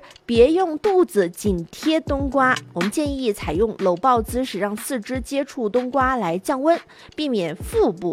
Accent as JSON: {"language": "Chinese", "country": "China", "said": "我们中国人讲究"}